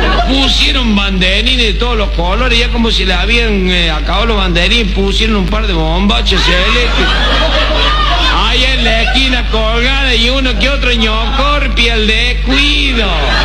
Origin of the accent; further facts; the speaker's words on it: Buenos Aires, Argentina; Y yo soy de Villa Lugano.